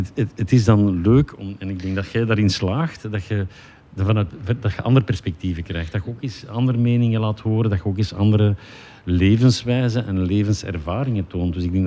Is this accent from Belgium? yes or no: yes; Flanders, Belgium; Ik ben geen Antwerpenaar, voor alle duidelijkheid. Ik ben van de kanten van Leuven.